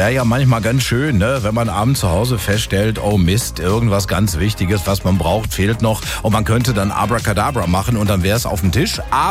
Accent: North Rhine-Westphalia, Germany; Kioskkultur ist typisch für uns hier im Ruhrpott.

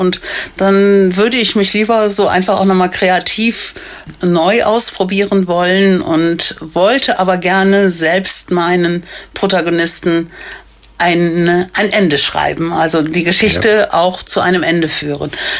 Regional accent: Rhineland-Palatinate, Germany; born or raised there

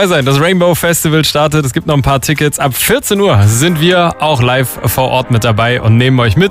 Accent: England, United Kingdom; Als Engländer

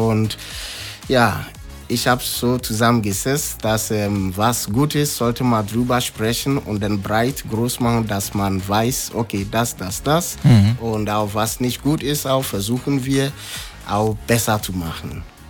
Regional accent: Ghana; German is a second language; now in Germany; Weil ich bin aus Ghana hergekommen, also meine Frau kommt aus gebürtig aus Freudenberg, deswegen ein bisschen Akzent noch drin.

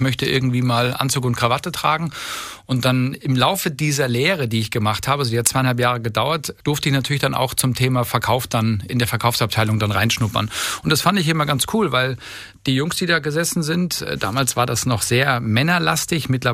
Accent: Munich, Bavaria, Germany; Ich bin in München groß geworden

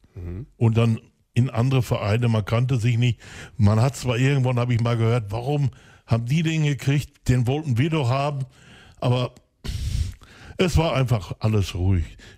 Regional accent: Hamm, North Rhine-Westphalia, Germany; Ich bin gebürtiger Bockumhöhler, da wo ich jetzt wieder bin

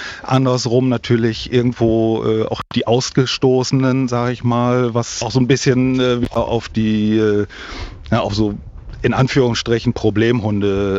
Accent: Osnabrück, Lower Saxony, Germany; ich bin ja gebürtiger Osnabrücker

